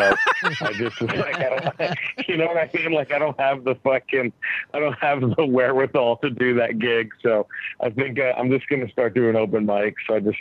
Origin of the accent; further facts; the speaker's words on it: Dallas, Texas, United States; now in Los Angeles, United States; Dallas, Texas is my hometown. but I live in L.A. now.